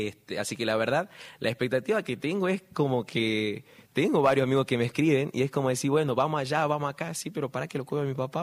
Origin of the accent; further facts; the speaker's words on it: Jujuy, Argentina; pero me pasa de que yo digo, bueno, a mí me costó mucho salir de Jujuy.